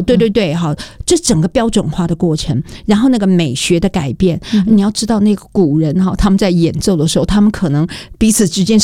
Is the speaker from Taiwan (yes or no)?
yes; Taiwan; born there; 像我是在台湾出生的